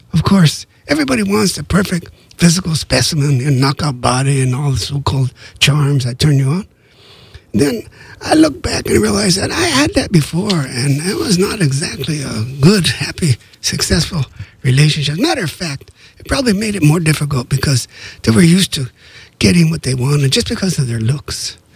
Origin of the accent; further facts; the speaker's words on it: Los Angeles, California, United States; I wrote one about growing up in East L.A.